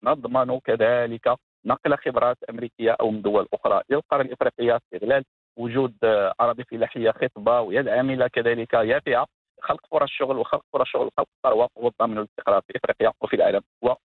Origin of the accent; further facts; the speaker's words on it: Morocco; الملكية التي نتوحد جميعا كمغاربة حولها